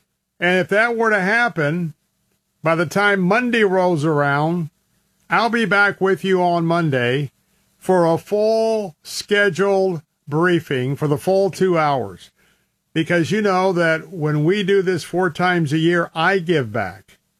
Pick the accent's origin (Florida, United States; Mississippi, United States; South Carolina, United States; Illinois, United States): Florida, United States; Tampa; broadcasting all across Central Florida from our studios here in Tampa, my hometown.